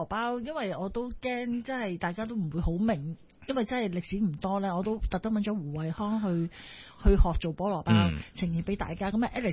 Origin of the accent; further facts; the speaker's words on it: Hong Kong; 我哋香港人